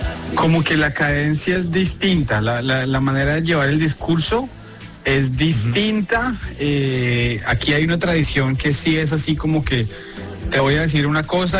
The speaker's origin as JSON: {"language": "Spanish", "country": "Colombia", "moved": "as an adult", "lives_now": "United States", "said": "aunque me fui hace mucho tiempo, todavía sé comunicarme como un colombiano"}